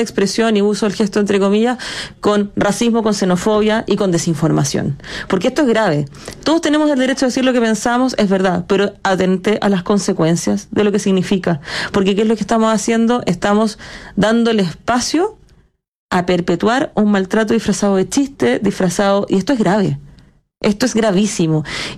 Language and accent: Spanish; Chile; Nosotros como chilenos somos muy buenos para tapar el sol con un dedo, para meter la mugre bajo la alfombra y jactarnos de que somos bacanes, que somos los mejores de Latinoamérica.